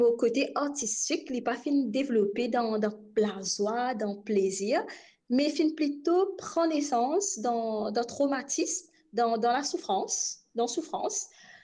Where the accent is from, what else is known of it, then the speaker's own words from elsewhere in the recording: Rodrigues, Mauritius; born there; je suis à Rodrigue College et dans Saint-Barnabas